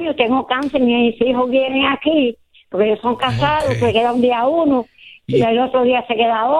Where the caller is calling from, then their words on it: San Juan, Puerto Rico; de San Juan.